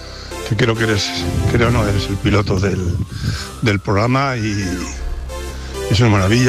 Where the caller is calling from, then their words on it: Chillarón del Rey, Castilla-La Mancha, Spain; de Chillarón del Rey.